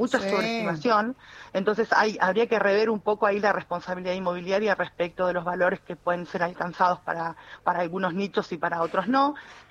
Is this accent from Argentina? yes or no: yes; Mar del Plata, Buenos Aires Province, Argentina; yo que vengo de Mar del Plata, para mí es muy importante también